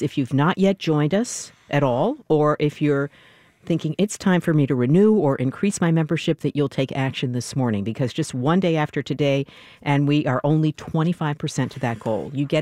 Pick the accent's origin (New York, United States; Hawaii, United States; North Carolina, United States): New York, United States; I'm from New York, and we would have just chosen.